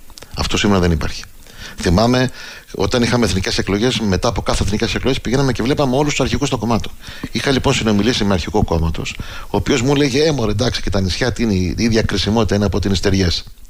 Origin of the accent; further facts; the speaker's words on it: Hydra, Attica, Greece; Είμαι από την Ίδρα, είμαι ένα από τα 4, βάζω και την Κάσο μέσα γι' αυτό, 4 ηρωικότερα νησιά